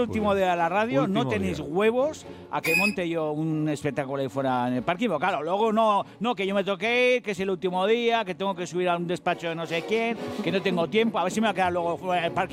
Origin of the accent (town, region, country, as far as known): Basque Country, Spain